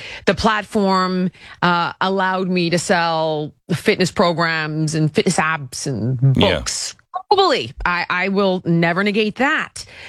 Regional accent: California, United States; And of course, growing up in California, everybody worked in the entertainment industry.

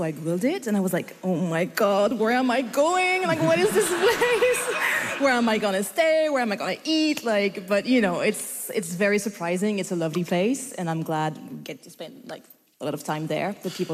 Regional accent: France; English is a second language; I knew it existed because it's a French territory, but I couldn't even place it on the map of the world. I'm ashamed. I'm a very bad French person.

